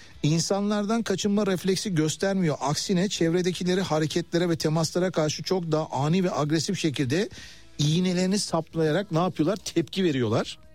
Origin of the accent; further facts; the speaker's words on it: Malatya, Turkey; Köye de ben mesela gittim de, ben Malatyalıyım, yıllar evvel küçüklüğümde Malatya'ya gittiğim zaman